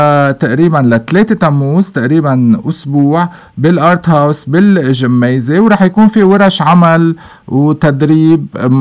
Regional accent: Lebanon; نحن كلبنانيين مفركشين فيه

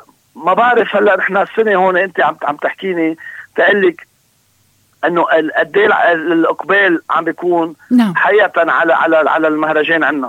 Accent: Lebanon

